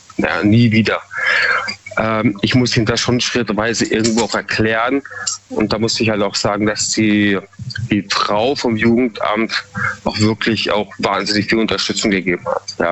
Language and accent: German; Munich, Bavaria, Germany; now in Freiburg, Germany; Also ich bin ursprünglich aus Bayern, mhm. Ja, Münchner Kindl. Und bewusst bin ich damals eben nach Eichstätten, also nach Freiburg gezogen, um mich einfach so ein bisschen zu distanzieren.